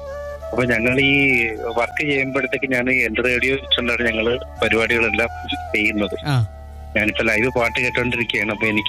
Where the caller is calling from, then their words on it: Alappuzha, Kerala, India; ഞാൻ ആലപ്പുഴ വിളിക്കുന്ന.